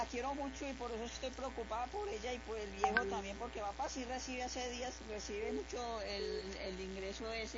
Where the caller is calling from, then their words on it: Sevilla, Valle del Cauca, Colombia; De aquí de Sevilla, yo estoy en la finca